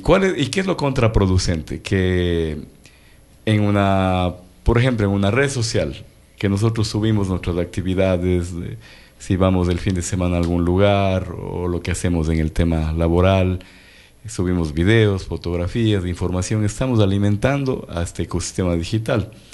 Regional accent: Ecuador; nosotros como latinoamericanos, o tal vez hablando de nuestro país en Ecuador

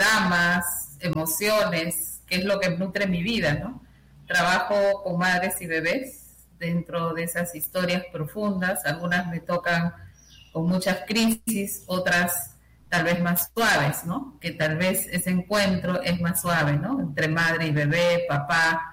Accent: Morropón, Piura, Peru; Y es en el norte, justo cerca de Ecuador, en Piura. Yo vengo de un pueblo que se llama Morropón, y específicamente nací en Carrasquillo, que a propósito de mi apellido, era un pueblo muy pequeño

